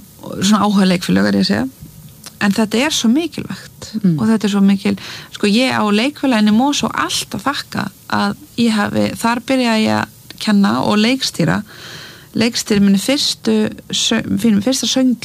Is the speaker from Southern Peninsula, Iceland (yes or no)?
no; Mosfellsbær, Capital Region, Iceland; Já, ég elst upp í Mosfellsbæ með mömmu og, þarna, og eldri bróður mínum